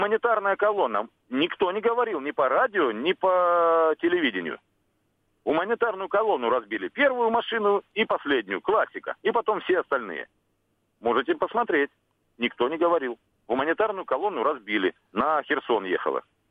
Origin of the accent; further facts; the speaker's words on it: Don, Russia; Честно сказать, я казак донской.